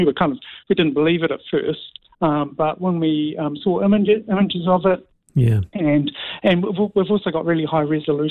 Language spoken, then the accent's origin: English; Christchurch, Canterbury, New Zealand; moved away as an adult; now in Wellington, New Zealand; I mean, I came from Christchurch probably about 15 or so years ago, and it's always really struck me how multicultural Wellington is and was compared to Christchurch.